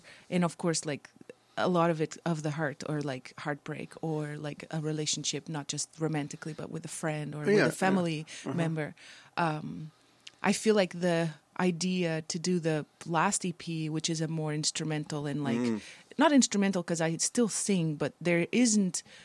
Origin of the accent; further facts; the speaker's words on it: Portugal; because I'm from Portugal, family and people flying from other places